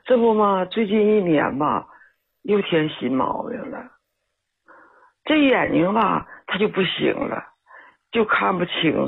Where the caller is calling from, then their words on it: Heilongjiang, China; 我是黑龙江的。